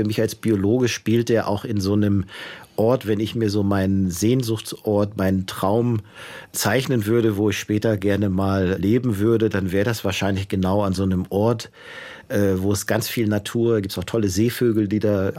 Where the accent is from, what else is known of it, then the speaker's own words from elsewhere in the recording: Northern Germany, Germany; Ich komme ja aus dem Norden, da ist sozusagen das Meer und die Küste